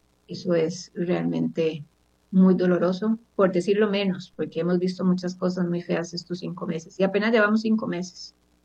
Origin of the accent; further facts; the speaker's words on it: Costa Rica; Yo les pido de corazón como costarricense